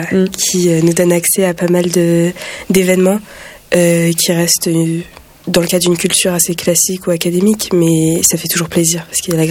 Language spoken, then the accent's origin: French; Lille, Hauts-de-France, France; moved away as an adult; now in Toulouse, France; Et moi, je viens de Lille.